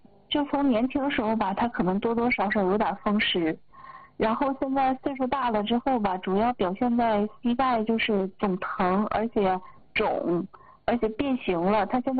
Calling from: Changchun, Jilin, China; 我是长春的。我今年48了。

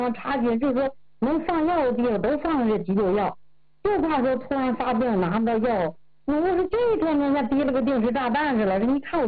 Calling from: Liaoning, China; 我家是辽宁的。

